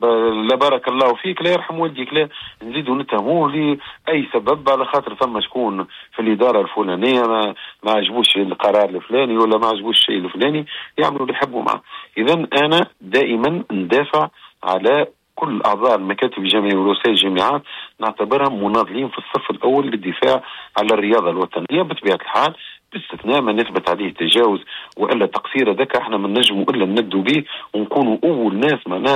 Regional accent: Tunisia; أنا أول تونسي نرأسها اللجنة الدولية للألعاب قبل المتوسطة

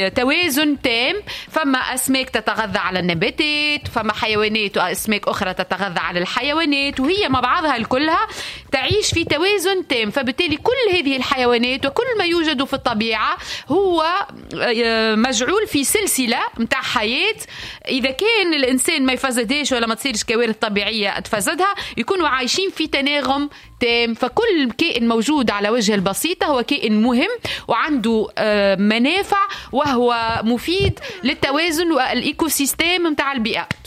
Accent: Tunisia; احنا في بلادنا

